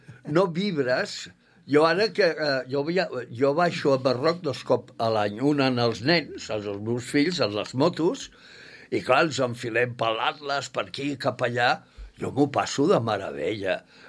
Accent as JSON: {"language": "Catalan", "town": "Barcelona", "region": "Catalonia", "country": "Spain", "said": "d'on sou? I li vaig dir: de Barcelona."}